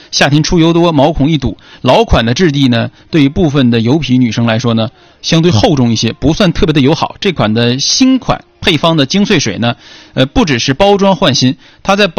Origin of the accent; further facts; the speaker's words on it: Songyuan, Jilin, China; 再来说说我老家松原的威尼斯啊，我老家松原有一个叫威尼斯水上乐园的地方